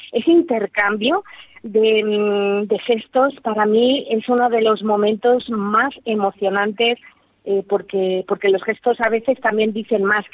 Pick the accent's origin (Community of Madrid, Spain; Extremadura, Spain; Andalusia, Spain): Community of Madrid, Spain; Madrid; Yo soy madrileña, ¿eh? O sea, soy madrileña